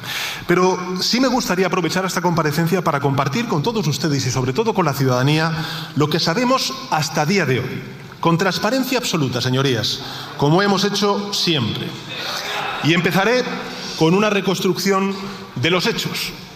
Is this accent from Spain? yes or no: yes; Spain; como presidente del Gobierno de España y como ciudadano español, afirmo que hicieron lo correcto